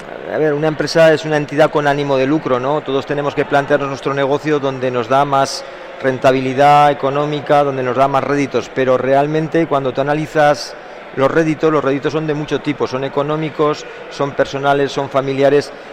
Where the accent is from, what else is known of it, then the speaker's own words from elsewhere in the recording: Huesca, Aragon, Spain; yo soy de Huesca